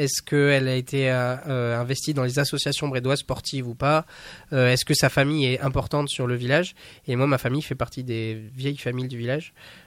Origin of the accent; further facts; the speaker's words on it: La Brède, Nouvelle-Aquitaine, France; Alors moi, je viens de ce village de Labrède. Labrède, il faut savoir que c'est un village avec à peu près 4 000 habitants aujourd'hui.